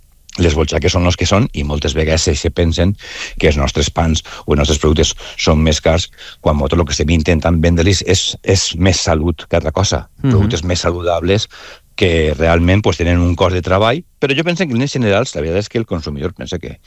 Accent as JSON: {"language": "Catalan", "town": "Valencia", "region": "Valencian Community", "country": "Spain"}